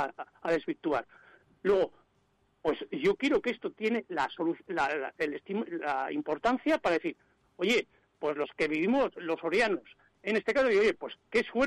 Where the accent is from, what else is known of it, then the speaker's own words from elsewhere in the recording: La Rioja, Spain; now in Soria, Spain; Pues mira, yo soy riojano, nací en La Rioja, vivo en Soria desde hace más de 40 años